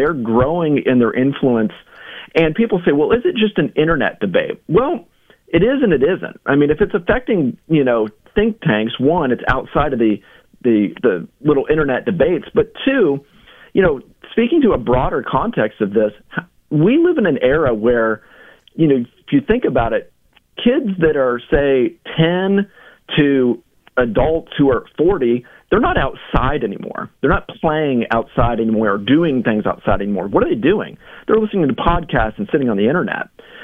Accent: United States; I'm an American.

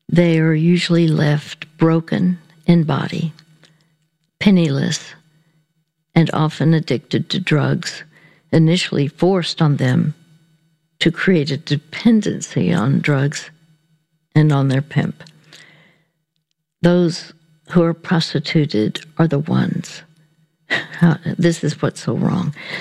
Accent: Dallas, Texas, United States; it just so happened that the NFL, the National Football League Championship game, was going to be played in my hometown of Dallas, Texas.

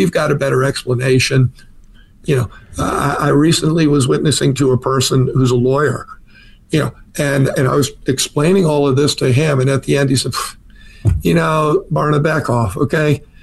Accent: New York, United States; I grew up in New York

